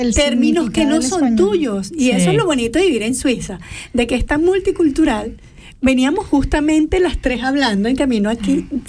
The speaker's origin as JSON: {"language": "Spanish", "country": "Venezuela", "moved": "yes", "lives_now": "Switzerland", "said": "¿por qué estás hablando tan venezolano? Y le digo, porque soy venezolana, solo que me adapto cuando ustedes hablan"}